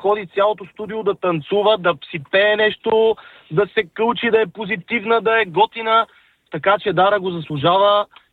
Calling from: Sofia, Sofia City, Bulgaria; от София.

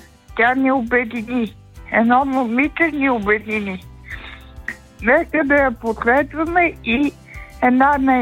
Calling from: Sofia, Sofia City, Bulgaria; от София съм.

